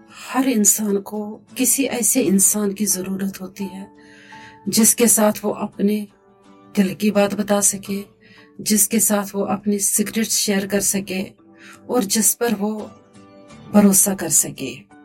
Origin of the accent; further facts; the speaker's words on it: Jammu, Jammu and Kashmir, India; मैं जम्मू से हूँ। मैंने कश्मीर यूनिवर्सिटी से ग्रेजुएशन की है और जम्मू यूनिवर्सिटी से पोस्ट ग्रेजुएशन की है।